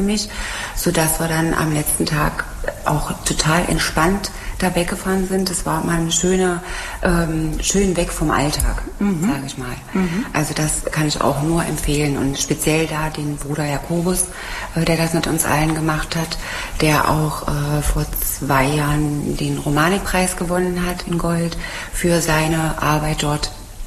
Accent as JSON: {"language": "German", "town": "Magdeburg", "region": "Saxony-Anhalt", "country": "Germany", "tie": "born there", "said": "weil ich bin in Magdeburg geboren"}